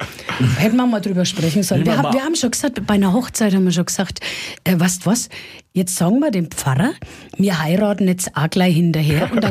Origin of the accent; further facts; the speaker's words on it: Almoshof, Bavaria, Germany; Da habe ich bei der Kirchweih in Almershof, wo ich herkomme, in der Losbude 2 Gitarren gewonnen